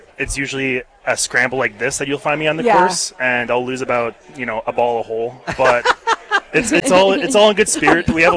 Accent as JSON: {"language": "English", "town": "Minneapolis", "region": "Minnesota", "country": "United States", "tie": "born or raised there", "moved": "as an adult", "lives_now": "Fargo, United States", "said": "I grew up in the Twin Cities, but I've been up in the Fargo community since college. Came up in 2017. Convert to the faith"}